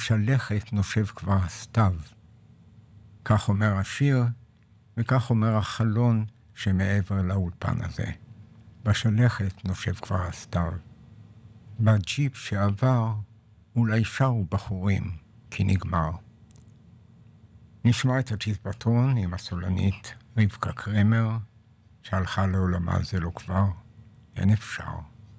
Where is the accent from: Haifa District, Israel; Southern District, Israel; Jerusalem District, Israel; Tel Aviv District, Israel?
Jerusalem District, Israel; Jerusalem; born there; כילד במצור בירושלים